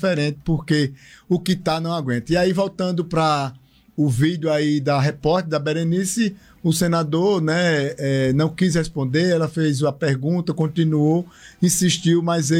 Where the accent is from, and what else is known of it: Alagoas, Brazil